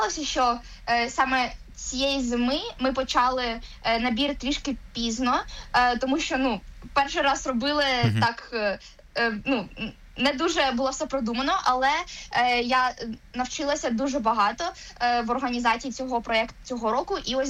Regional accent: Enerhodar, Zaporizhzhia Oblast, Ukraine; приїхала до Києва. Я сама не з Києва, я з Енергодару, тому це було таке дуже прям велике adventure

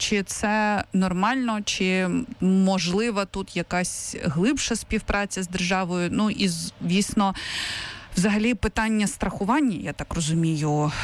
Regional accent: Kyiv, Ukraine; Принаймні, знову ж таки, я як киянка не бачу цього наразі в магазинах.

